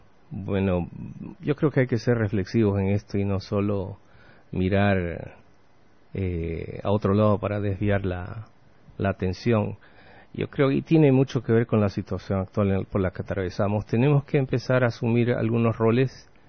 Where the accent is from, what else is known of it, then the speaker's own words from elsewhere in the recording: Santa Cruz, Bolivia; como sociedad y como cruceño